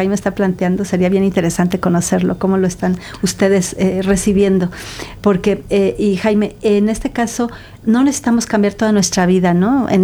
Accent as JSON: {"language": "Spanish", "country": "Mexico"}